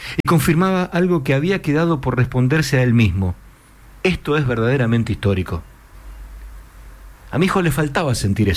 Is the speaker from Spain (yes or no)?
no; Argentina